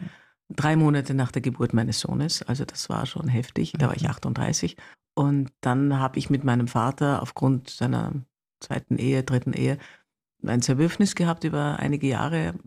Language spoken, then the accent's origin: German; Munich, Bavaria, Germany; born there; Ich bin ja in München geboren, weil sie da beide am Residenztheater engagiert waren.